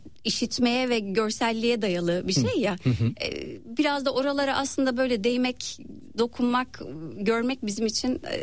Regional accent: İzmir, Turkey; also born or lived in Tatvan, Bitlis; Ben İzmir'de büyüdüm. Babam Ziraat Bankası'ndan emekli. Dolayısıyla işte Afyon Daskarı, Dinar depremiyle beraber bir İzmir macerası.

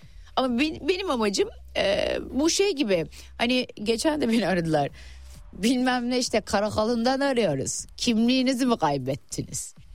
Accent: Yeşilköy, Istanbul, Turkey; Ben kendim de, ki hep bunu bahsediyorum, Yeşiköylüyüm.

